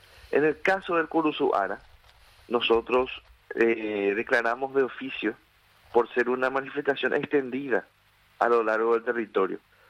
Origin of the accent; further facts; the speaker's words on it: Paraguay; nosotros como paraguayos y paraguayas no tenemos a la chipa solamente como un alimento